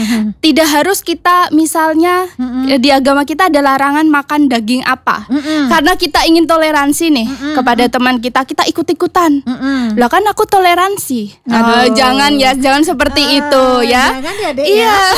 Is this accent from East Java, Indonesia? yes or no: no; Pati, Central Java, Indonesia; now in Banyumas, Indonesia; Saya berasal dari Pati